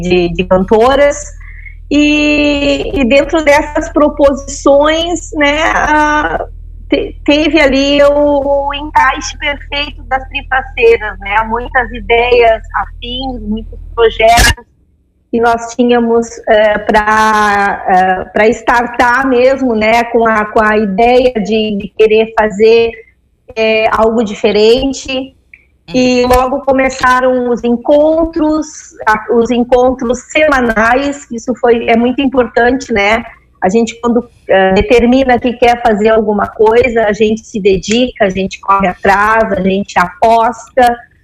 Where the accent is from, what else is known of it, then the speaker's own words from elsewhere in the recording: Dom Pedrito, Rio Grande do Sul, Brazil; now in Pelotas, Brazil; O meu pai, ele era gaiteiro lá em Dom Pedrito, onde eu me criei, onde eu tenho laços ainda muito profundos, né, com o local.